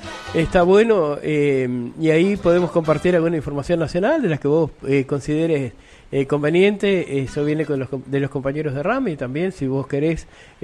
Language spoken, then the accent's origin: Spanish; Tacuarembó, Uruguay